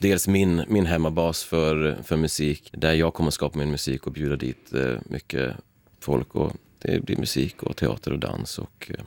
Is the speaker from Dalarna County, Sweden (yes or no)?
yes; Leksand, Dalarna County, Sweden; also born or lived in Gagnef; växte upp i Leksand och i Gagne